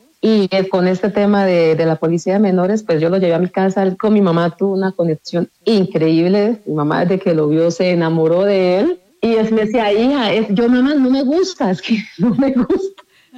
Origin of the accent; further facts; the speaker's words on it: Colombia; now in Mexico; Soy de Colombia, pero vivo actualmente en México. … Vengo de familia de padres pastores y realmente tengo mucha familia cristiana.